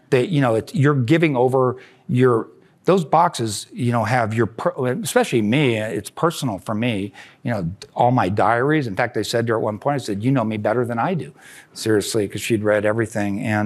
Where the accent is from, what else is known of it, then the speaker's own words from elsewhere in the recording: Claremont, California, United States; I grew up in Claremont